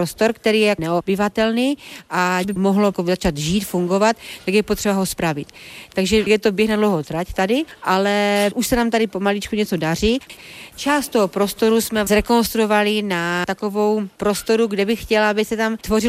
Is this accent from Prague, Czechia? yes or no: no; Proskovice, Moravian-Silesian Region, Czechia; Já jsem z Proskovic. Neřekla bych, že jsem úplně z zemědělské rodiny, ale celý život jsme doma měli prasátko, ovečku, slepice, králíky.